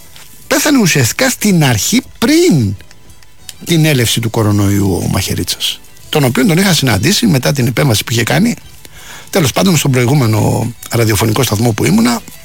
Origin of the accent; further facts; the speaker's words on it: Rafina, Attica, Greece; Θυμάμαι στο χωριό μου στη Ραφίνα, είχαμε χωροφυλακή.